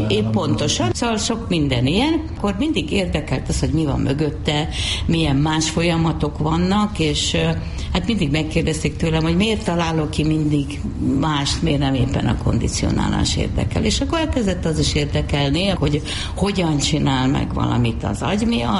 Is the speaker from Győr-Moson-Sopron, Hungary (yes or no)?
no; Várpalota, Veszprém County, Hungary; egy műtrágyagyár mellett nőttem fel